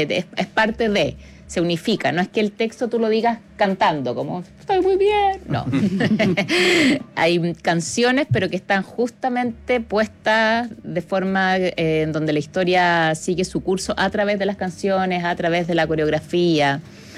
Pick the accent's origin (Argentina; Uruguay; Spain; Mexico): Spain; somos las españolas que venimos a dejar un poco